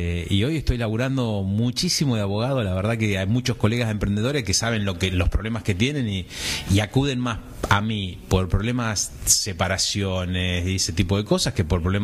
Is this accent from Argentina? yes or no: yes; Argentina